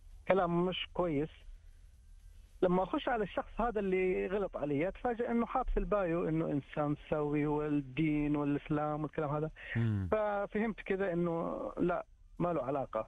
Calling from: Jeddah, Makkah Province, Saudi Arabia

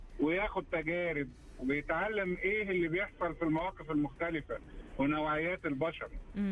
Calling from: Egypt; إحنا عندنا في مصر بيقولوا الواحد لازم يتخشن

